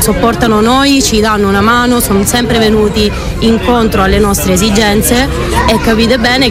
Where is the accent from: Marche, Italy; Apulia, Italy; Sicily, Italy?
Sicily, Italy; io sono siciliana, mio marito napoletano